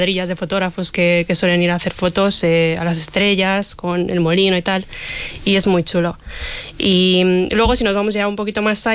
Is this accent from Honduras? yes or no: no; Central Romania, Romania; now in Spain; vengo de Rumanía. Vengo del centro de Rumanía, que es una zona montañosa y muy verde.